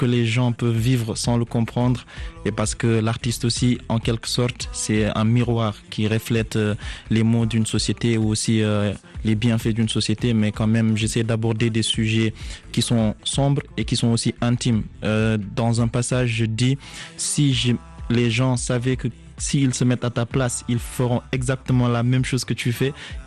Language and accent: French; Nouadhibou, Dakhlet Nouadhibou, Mauritania; moved away; Oui, je viens de Ouagadougou, la capitale économique de la Mauritanie.